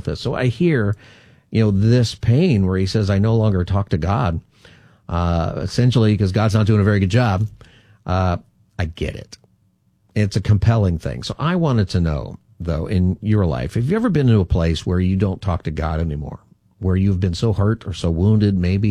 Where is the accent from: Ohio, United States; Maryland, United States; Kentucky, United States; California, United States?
California, United States; Palmdale; Just in case there's an open house of that house I grew up in Palmdale, for example.